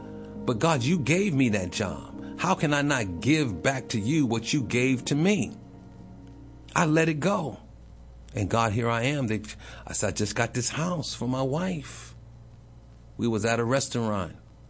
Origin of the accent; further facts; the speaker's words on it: New York City, New York, United States; I'm from New York City.